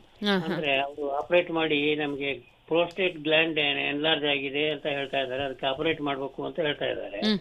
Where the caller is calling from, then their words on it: Kudremukh, Karnataka, India; ಕುದುರೆಮುಖದಿಂದ